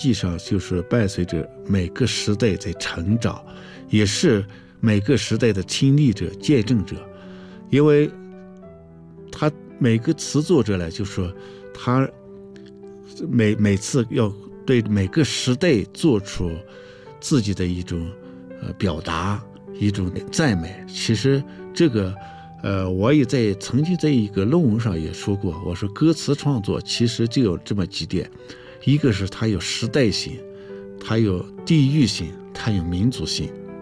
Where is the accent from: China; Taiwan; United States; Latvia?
China; Tianshui, Gansu; now in Tibet, China; 我跟我的家乡，比如说天水啊，